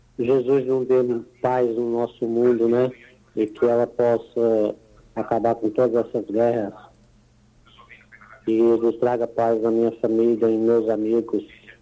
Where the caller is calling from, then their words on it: Fortaleza, Ceará, Brazil; Eu falo de Fortaleza, Ceará